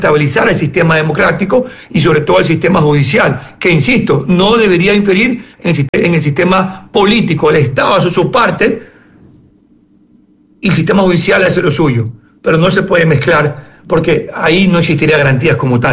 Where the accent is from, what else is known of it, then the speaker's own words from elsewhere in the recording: Ecuador; el Estado ecuatoriano, los ciudadanos que somos parte del Estado y hacemos el Estado